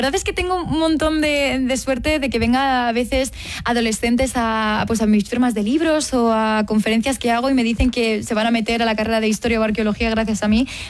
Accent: Segovia, Castile and León, Spain; born or raised there

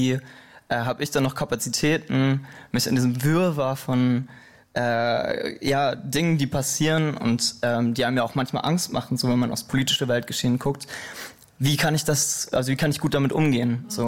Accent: Soest, North Rhine-Westphalia, Germany; moved away as an adult; also born or lived in Lemgo / Ludwigsburg; now in Berlin, Germany; Ich komme eigentlich aus Soest, habe dann viel Zeit in Lemgo verbracht, habe da studiert und dann in Ludwigsburg zuletzt an der Filmakademie und bin vor dreieinhalb nach Berlin.

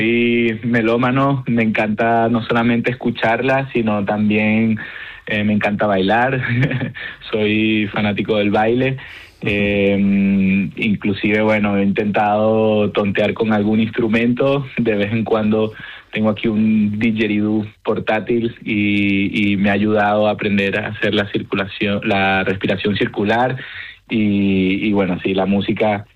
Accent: Caracas, Capital District, Venezuela; born there; Vale, bueno, primero quisiera aclarar que aunque soy, o sea, que nací en Caracas, soy español de origen.

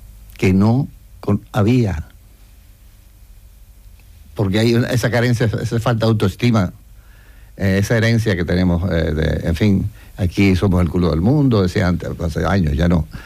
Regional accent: Canary Islands, Spain

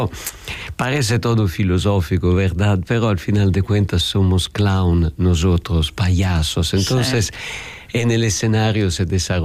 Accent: Italy; Spanish is a second language; moved away as an adult; also born or lived in India; Nosotros mediterráneos, en Italia nosotros tenemos una forma de cocinar muy sencilla

